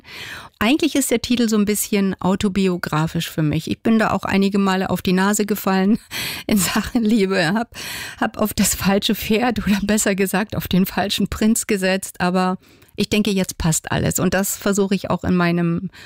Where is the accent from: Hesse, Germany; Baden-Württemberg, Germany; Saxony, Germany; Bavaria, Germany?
Saxony, Germany; Und ich grüße ganz herzlich meine alte Heimat in Sachsen